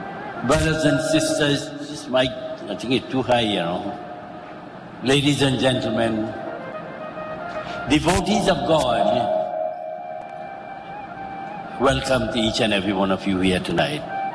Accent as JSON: {"language": "English", "region": "Arima", "country": "Trinidad & Tobago", "said": "I come quite from Arima."}